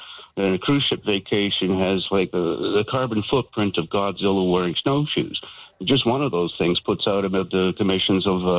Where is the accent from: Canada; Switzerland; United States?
Canada; British Columbia; now in Victoria, Canada; And another thing, I came from the North Island, and there's a lot of small towns up there that folks would come down to Victoria, as I did, for a weekend getaway.